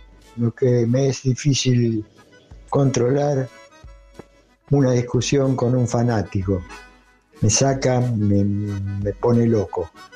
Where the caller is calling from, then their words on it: San Justo, Buenos Aires Province, Argentina; de San Justo.